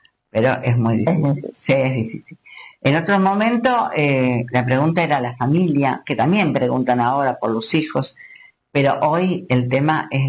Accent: Argentina; así somos los argentinos

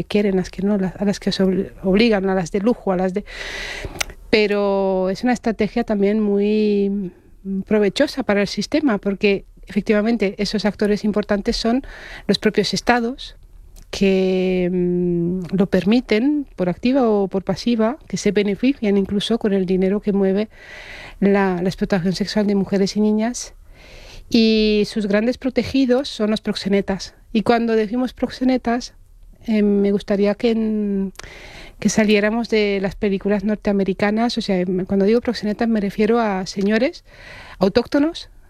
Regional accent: Romania; born there; Spanish is a second language; porque yo nací en Rumanía, en el seno de una familia de clase obrera. En los últimos años de la Guerra Fría.

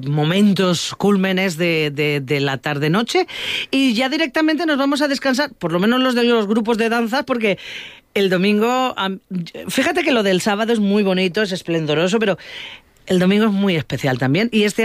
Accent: Villena, Valencian Community, Spain; soy de Villena.

